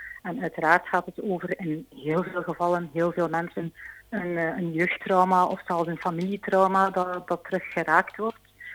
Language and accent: Dutch; Belgium; born there; Ik ben Chinees, Indonesische, Belgische. Ik ben geboren in België. Mijn vader is afkomstig uit Indonesië, maar heeft Chinese roots. De hele familie is eigenlijk Chinees, maar al begin van de jaren 1900 eigenlijk naar Indonesië gemigreerd.